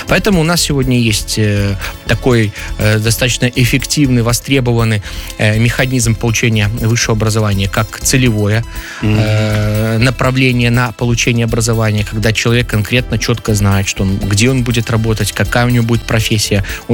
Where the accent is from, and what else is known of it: Belarus